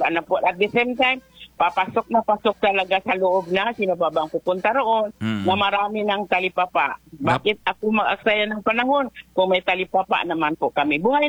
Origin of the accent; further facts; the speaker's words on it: Davao City, Davao Region, Philippines; moved away; also born or lived in Cebu / Manila; Ako taga-Davao po ako